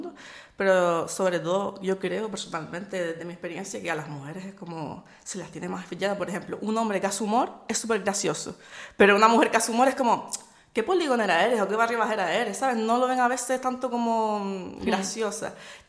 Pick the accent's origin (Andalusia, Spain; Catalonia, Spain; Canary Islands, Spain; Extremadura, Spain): Canary Islands, Spain; accent: Canarian; encima tengo el acento bastante a veces marcado, canario, canarión, como me dice la canariona.